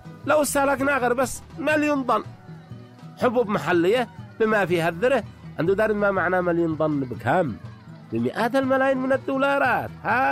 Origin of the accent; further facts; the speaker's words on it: Yemen; أنا يمني وأفتخر بمنتجي الزراعي اليمني. أنا يمني وأستهلك محصول أرضي.